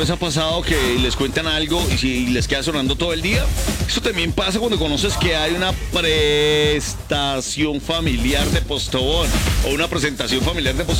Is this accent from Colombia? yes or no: yes; Colombia; si yo no fuera colombiano, yo diría cualquier otra cosa, pero yo soy colombiano, yo tengo que decir que sí.